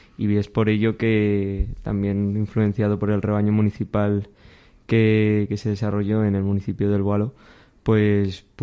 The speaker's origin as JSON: {"language": "Spanish", "town": "Cerceda", "region": "Community of Madrid", "country": "Spain", "tie": "born or raised there", "said": "nací en Cerceda y he vivido casi toda mi vida en la sierra, excepto 2 años de bachillerato"}